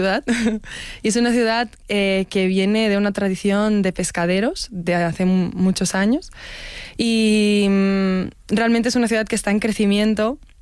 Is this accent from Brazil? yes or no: yes; Fortaleza, Ceará, Brazil; now in Barcelona, Spain; Yo del nordeste, soy de Fortaleza.